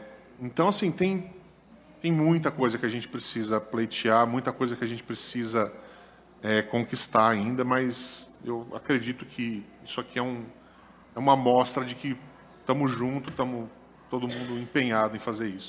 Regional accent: Praia Grande, São Paulo, Brazil; Lá eu sou de Praia Grande

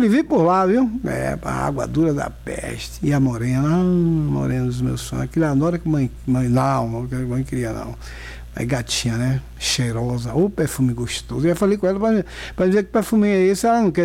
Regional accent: Jacobina, Bahia, Brazil; moved away; tem festa lá na minha terra, né? Em Jacobina

